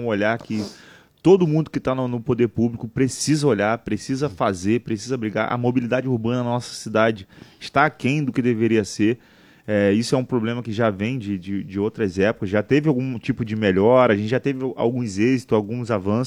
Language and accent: Portuguese; Cabo Frio, Rio de Janeiro, Brazil; eu fui criado ali no Parque Burle, mas com familiares ali na Praia de Isqueira. E a lagoa ali faz parte da infância ali.